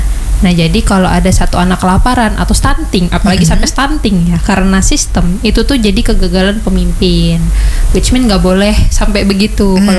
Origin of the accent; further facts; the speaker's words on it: Samarinda, East Kalimantan, Indonesia; Kalau kita kan orang Samarinda, Sungai Mahakam.